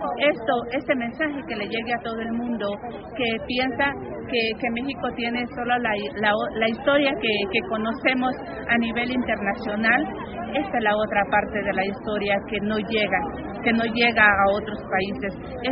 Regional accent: Honduras; Él es hondureño, igual que yo, y hace más de 16 años que mi hijo fue desaparecido en este estado

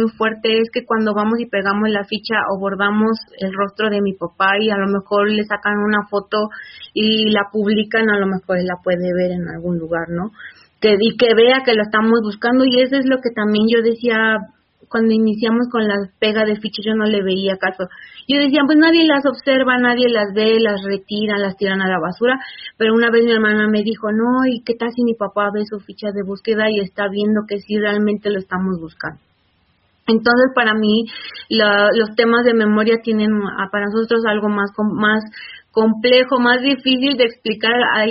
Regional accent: Ecatepec, State of Mexico, Mexico

